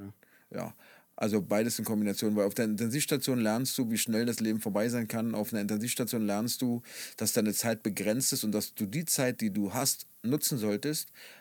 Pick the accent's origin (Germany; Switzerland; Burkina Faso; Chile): Germany; Berlin; ich bin ja damals im Osten in Marzahn-Hellersdorf groß geworden, war ja auch ein raues Pflaster.